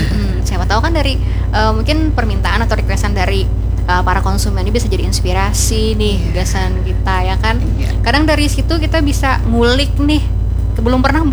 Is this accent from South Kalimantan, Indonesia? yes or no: yes; South Kalimantan, Indonesia; Kan kita orang Banjar itu 7 baju jalanan, pagi ke 7 mau wadai